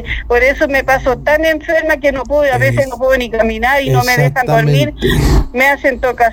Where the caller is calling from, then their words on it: Curicó, Maule, Chile; De Curicó.